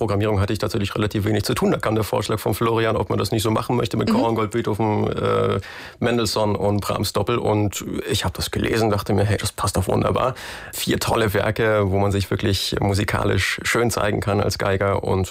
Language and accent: German; Munich, Bavaria, Germany; Gerade als Südländer aus Bayern